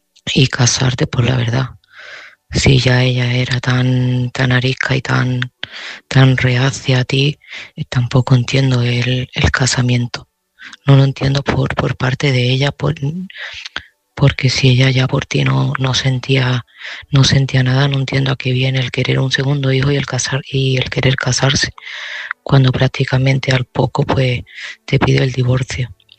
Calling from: Seville, Andalusia, Spain; de Sevilla

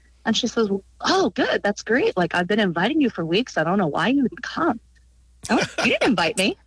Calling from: Norfolk, Virginia, United States; I'm calling from Mount Norfolk, Virginia Beach.

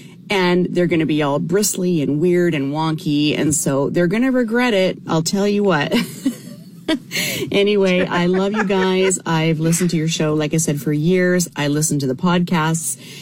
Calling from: Maine, United States; from Maine, and I'm a very long-time listener.

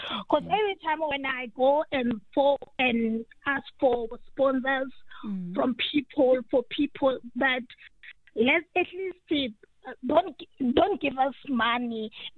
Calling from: Klerksdorp, North West, South Africa; Yes, I'm calling from Matlasana, a person with disability.

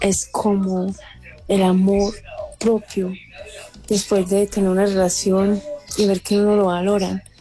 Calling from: Anserma, Caldas, Colombia; de Anselma Caldas.

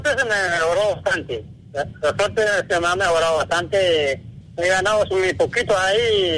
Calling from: Penonomé, Coclé, Panama; De Penonomé.

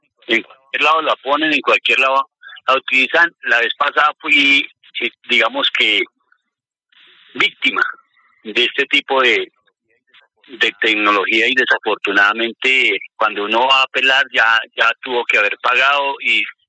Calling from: Cundinamarca, Colombia; Yo soy presidente del Consejo Municipal de Oaxaca, Cundinamarca

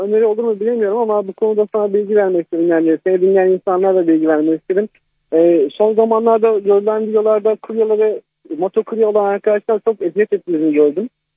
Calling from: Edirne, Turkey; Edirne'den

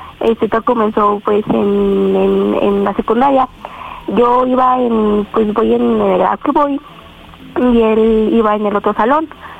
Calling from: State of Mexico, Mexico; Tengo 13 años y soy del Estado de México.

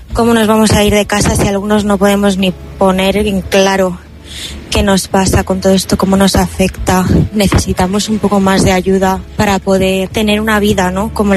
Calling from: Madrid, Community of Madrid, Spain; Buenos días … de Madrid, tengo 28 años y me he despertado enfadada

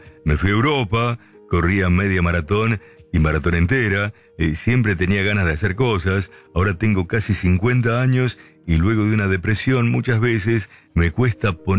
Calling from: Acasuso, Buenos Aires Province, Argentina; Hola, Oscar … de Acasuso.

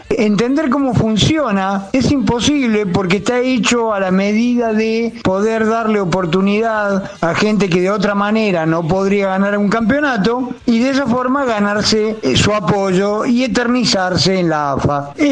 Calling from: Buenos Aires, Argentina; de Villa Santa Rita

